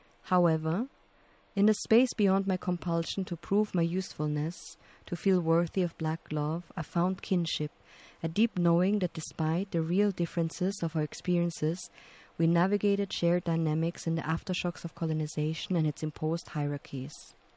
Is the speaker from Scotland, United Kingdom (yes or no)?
no; London, United Kingdom; I was raised in North London, in a lower middle class, predominantly black family, in a majority white neighborhood